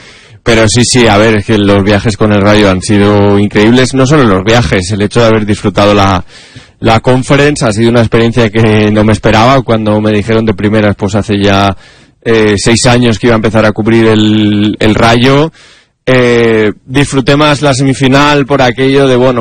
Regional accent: Villanueva de la Cañada, Community of Madrid, Spain; básicamente mi pueblo es lo que es, que son, bueno, es Villanueva de la Cañada, que está pues a una media hora en coche más o menos del centro de Madrid

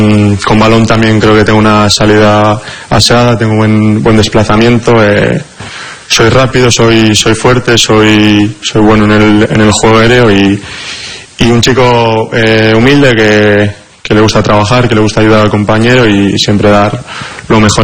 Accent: Basque Country, Spain; Bueno, pues primero que todo soy vasco, eso define mucho mi identidad.

